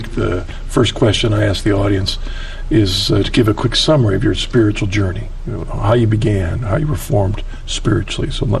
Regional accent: Ohio, United States; I'm trying to figure out the best way to mention this, but I'm from Ohio and you're from that state up north.

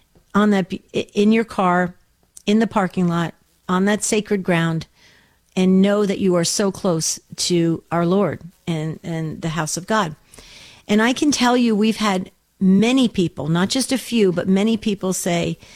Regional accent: East Coast, United States; accent: back east; now in Arizona, United States; You probably picked up a little of my back east accent. But I live in Arizona now.

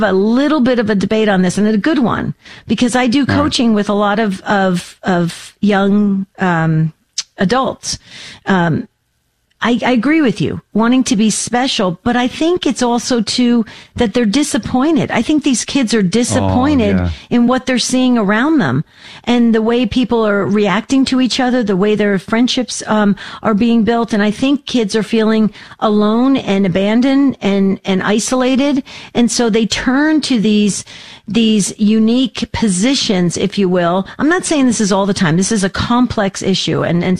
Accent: New Jersey, United States; My neighbors were all Jewish where I grew up in New Jersey.

